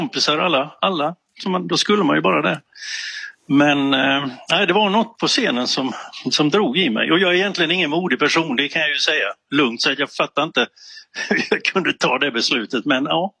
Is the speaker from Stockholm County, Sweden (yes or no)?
no; Älmhult, Kronoberg County, Sweden; Ja, det är så, jag växte upp i Älmhult och det finns ju ett stort möbelföretag vid namn IKEA.